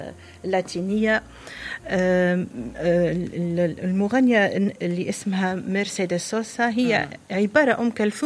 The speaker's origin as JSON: {"language": "Arabic", "country": "Tunisia", "accent": "Tunisian", "said": "بلهجتنا احنا اللي قريبة لينا اللي هي يعني لهجتنا المستنسين بها اللي نحبها برشا"}